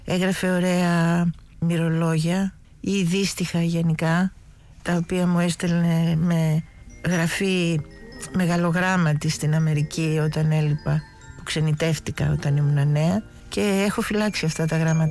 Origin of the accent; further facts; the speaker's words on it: Athens, Attica, Greece; Ο πατέρας μου ήταν από τη Θράκη και η μητέρα μου από τη Σικιά της Λακωνίας. Αλλά γεννήθηκα στην Αθήνα και περπάτησα πάρα πολύ και ως μικρό παιδί με τον πατέρα μου στο κέντρο.